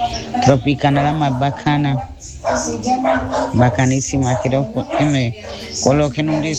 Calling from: Neiva, Huila, Colombia; Como soy de la Comuna 10

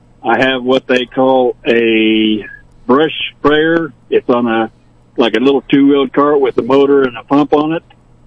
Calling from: Triplett, Missouri, United States; Yes, I am calling from Triplett, Missouri.

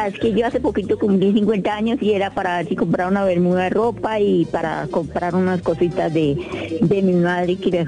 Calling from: Bogotá, Colombia; Bosa Recreo

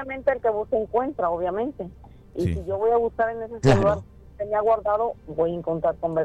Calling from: Bucerías, Nayarit, Mexico; de Bucerías.

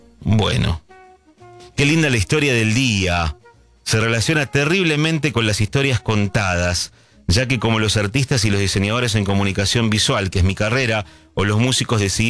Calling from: Banfield, Buenos Aires Province, Argentina; de Banfield, escucho todas las noches

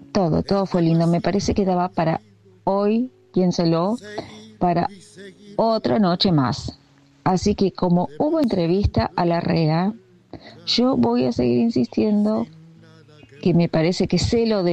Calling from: Rosario, Santa Fe, Argentina; desde la ciudad de Rosario.

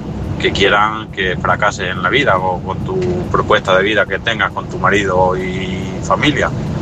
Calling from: Ciudad Real, Castilla-La Mancha, Spain; de Ciudad Real.

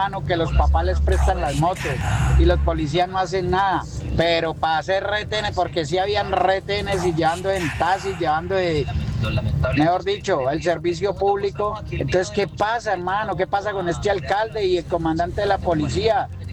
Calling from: Cali, Valle del Cauca, Colombia; nosotros como pueblo caleño

